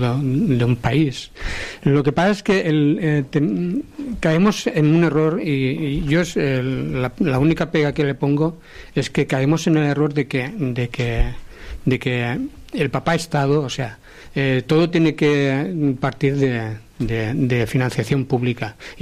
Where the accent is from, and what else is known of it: Alcoy, Valencian Community, Spain; born or raised there